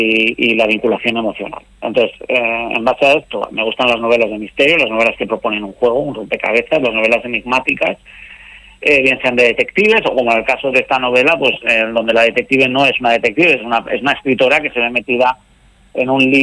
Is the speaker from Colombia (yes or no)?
no; Basque Country, Spain; transcurre aquí en mi tierra, en el País Vasco